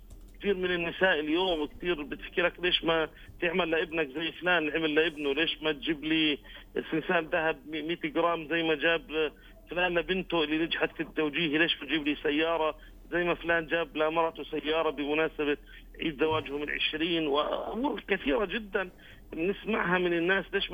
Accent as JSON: {"language": "Arabic", "country": "Palestine", "said": "ومجتمعنا الفلسطيني"}